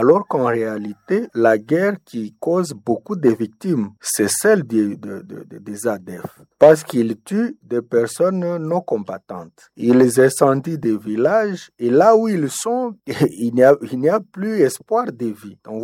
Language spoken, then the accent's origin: French; North Kivu, DR Congo; La question des massacres chez nous au Nord Kivu et en Ituri